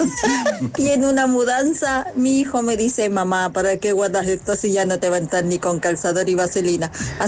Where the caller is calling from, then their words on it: La Florida, Santiago Metropolitan Region, Chile; de la Florida.